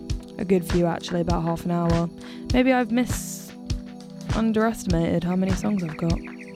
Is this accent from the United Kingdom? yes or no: yes; United Kingdom; as a British person